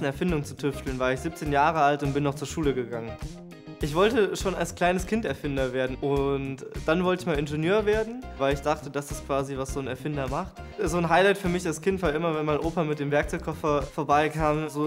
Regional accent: Andernach, Rhineland-Palatinate, Germany; Ich komme aus Andernach im schönen Rheinland-Pfalz und bin dort seit fast 10 Jahren ehrenamtlich bei der DLRG tätig.

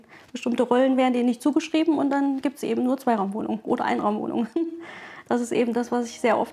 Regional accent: Erfurt, Thuringia, Germany; Ich bin aus Erfurt und auf der Suche nach einer barrierefreien Dreiraumwohnung.

